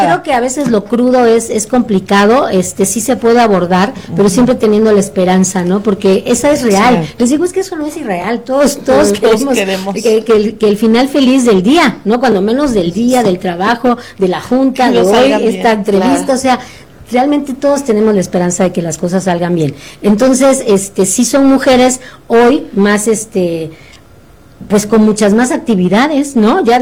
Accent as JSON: {"language": "Spanish", "region": "Campeche", "country": "Mexico"}